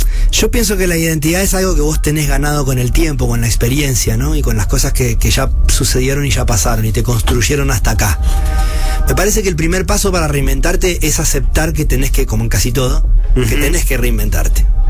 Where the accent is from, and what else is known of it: Argentina